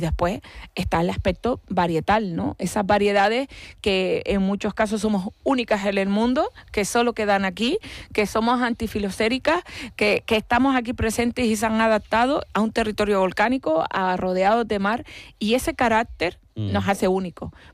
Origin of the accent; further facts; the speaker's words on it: Canary Islands, Spain; nos hacemos la foto de que somos canarios